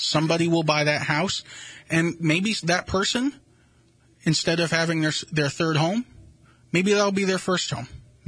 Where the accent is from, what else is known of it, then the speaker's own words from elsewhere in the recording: Charlestown, New Hampshire, United States; I grew up in Charlestown.